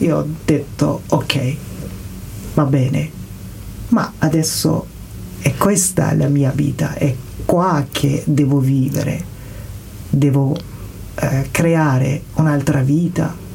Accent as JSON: {"language": "Italian", "country": "Afghanistan", "tie": "born or raised there", "second_language": "Italian", "moved": "as an adult", "lives_now": "Italy", "said": "di scappare proprio dal mio paese, perché se rimanevo proprio in Afghanistan sono sicuro che succedeva una cosa per la mia vita. Per questa io ho deciso di lasciare."}